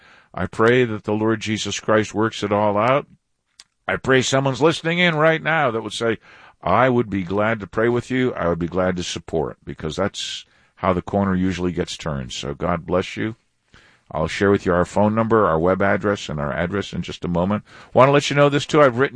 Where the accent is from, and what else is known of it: Detroit, Michigan, United States; born or raised there; moved away